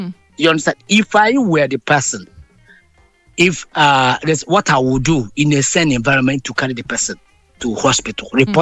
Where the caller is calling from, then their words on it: South Korea; I'm calling you from South Korea.